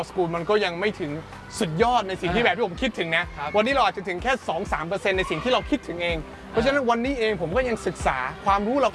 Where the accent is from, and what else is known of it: Ko Samui, Surat Thani, Thailand